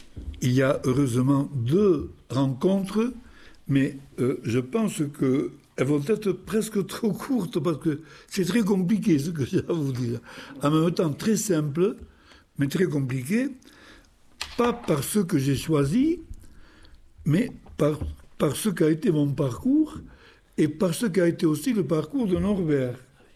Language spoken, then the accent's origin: French; Navarrenx, Nouvelle-Aquitaine, France; nous étions déjà du village de Jasse, près de Navarinx. Alors moi, je suis donc originaire de Navarinx